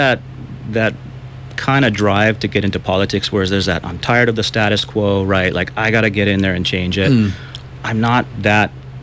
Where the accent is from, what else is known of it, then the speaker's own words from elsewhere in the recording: Kauai, Hawaii, United States; A little bit about myself, I'm born and raised on Kauai. I grew up on the North Shore of Kauai. Went to school through the public system around the North Shore